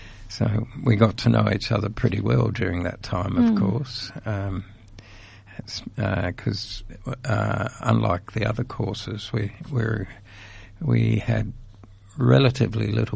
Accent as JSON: {"language": "English", "town": "Adelaide", "region": "South Australia", "country": "Australia", "tie": "born there", "said": "I was born in Adelaide, but my father, in his teaching role, was transferred to Cadena. So I spent the first 6 years in Cadena and started at Cadena Primary School."}